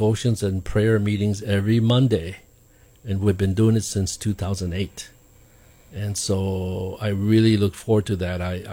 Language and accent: English; Okinawa, Japan; I come from Okinawa, right? And so I remember, we don't go whale hunting, but I remember when our neighbors would catch fish, they would always share it with the neighbors